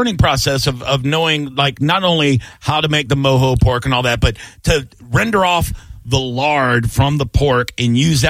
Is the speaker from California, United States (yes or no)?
no; Tampa, Florida, United States; I'm born and raised in Tampa.